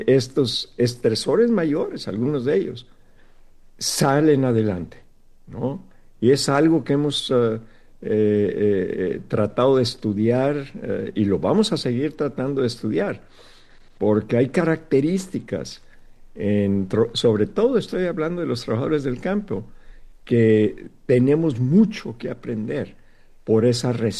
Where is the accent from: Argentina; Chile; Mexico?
Mexico; Sinaloa; moved away; yo soy de Sinaloa